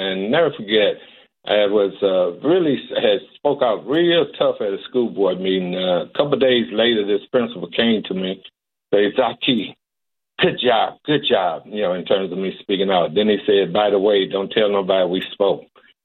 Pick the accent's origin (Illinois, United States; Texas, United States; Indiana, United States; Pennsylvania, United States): Illinois, United States; East St. Louis; I was raised in East St. Louis, Illinois, and I'm the oldest of 10, was in a poverty-stricken area.